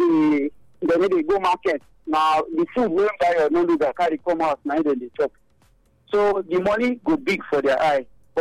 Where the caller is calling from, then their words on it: Benin City, Edo, Nigeria; calling from Benin City.